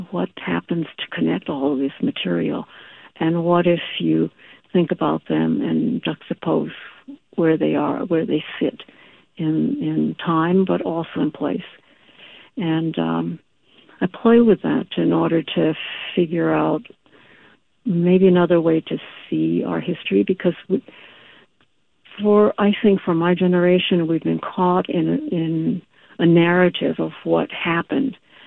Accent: Los Angeles, California, United States; his work and his presence was always a part of my family life as I grew up in Los Angeles.

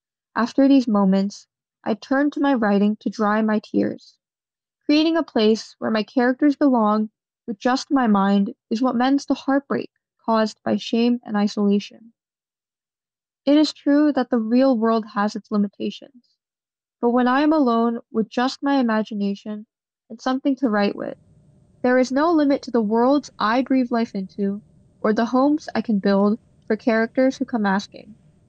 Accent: California, United States; Growing up in the Bay Area, where the arts are often seen as just a hobby, some of my classmates tell me that my affinity for writing makes me a failure and traitor to the Asian community.

